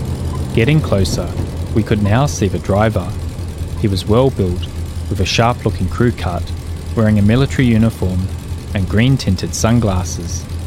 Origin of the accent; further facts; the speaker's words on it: Australia; I'm the Australian guy with a flat tone and the funny accent.